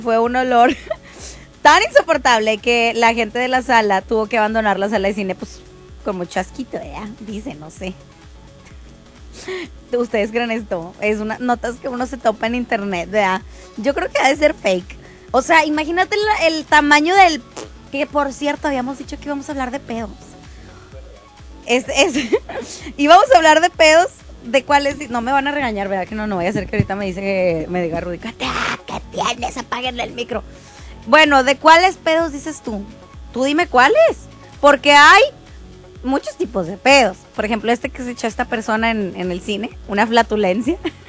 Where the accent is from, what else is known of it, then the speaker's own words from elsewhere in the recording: Monterrey, Nuevo León, Mexico; Amo ser regio, regia. Y que nosotros aquí en Monterrey hablemos bien raro, pero bien chido